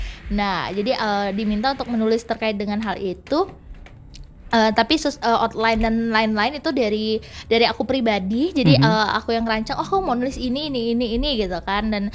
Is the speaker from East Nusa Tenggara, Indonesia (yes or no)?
no; West Kalimantan, Indonesia; aku sebagai anak Kalbar dulu pernah ngerasain sekolah ditutup gara-gara asap.